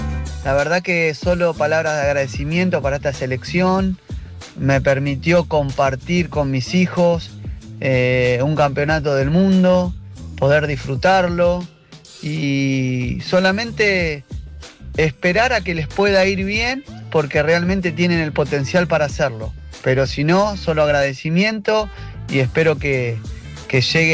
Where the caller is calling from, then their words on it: San Justo, Buenos Aires Province, Argentina; de San Justo